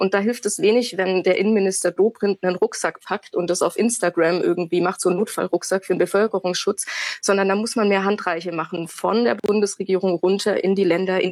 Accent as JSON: {"language": "German", "region": "Baden-Württemberg", "country": "Germany", "tie": "born or raised there", "said": "ich gehe nächste Woche wieder in den Schwarzwald, in meine Heimat."}